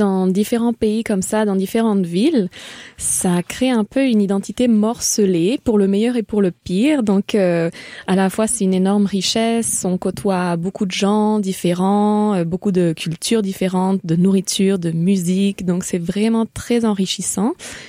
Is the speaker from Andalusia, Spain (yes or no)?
no; Barcelona, Catalonia, Spain; moved away as an adult; now in Montreal, Canada; Alors moi, je me suis toujours sentie 100% barcelonaise parce que je suis née à Barcelone, c'est vraiment la ville de mon cœur. Mais c'est vrai qu'à 18 ans, j'ai passé la majorité de ma vie à Barcelone avant de venir à Montréal, même si j'ai vécu dans d'autres endroits.